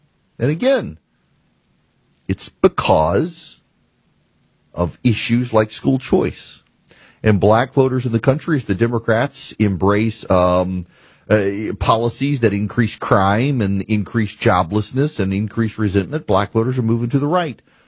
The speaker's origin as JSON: {"language": "English", "region": "Dubai", "country": "United Arab Emirates", "tie": "born or raised there"}